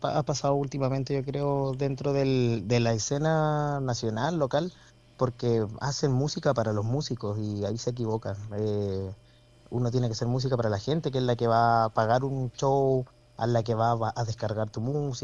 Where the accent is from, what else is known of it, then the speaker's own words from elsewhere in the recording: Arica, Arica y Parinacota, Chile; nosotros que somos de Arica